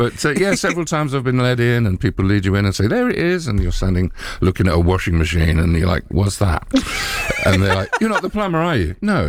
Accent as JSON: {"language": "English", "town": "Watford", "region": "East of England", "country": "United Kingdom", "tie": "born or raised there", "lives_now": "London, United Kingdom", "said": "I ended up moving from my hometown in Watford into London and got more into sort of performance pianos."}